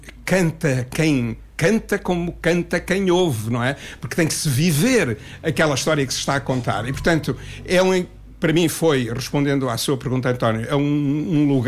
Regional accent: Benguela, Angola; moved away; Eu cresci em Benguela, brinquei no Rio Corinje descalço com estas crianças. Fui uma delas, aliás. Também andei numa escola primária que não era privada, que era do Estado.

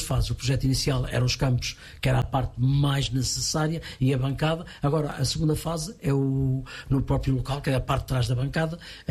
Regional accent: Aveiro, Portugal; Nós somos uma cidade de Aveiro

